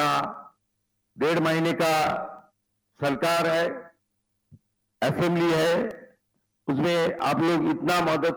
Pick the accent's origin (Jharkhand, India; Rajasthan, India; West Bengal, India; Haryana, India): West Bengal, India; मैं बंगाल से आती हूं, सॉन ऑफ द सॉयल हूं, ये बंगाल भारत में है